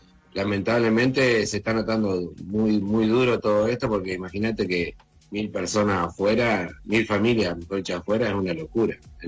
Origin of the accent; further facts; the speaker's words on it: Concepción del Uruguay, Entre Ríos, Argentina; Nosotros somos de Concepción del Uruguay, Entre Ríos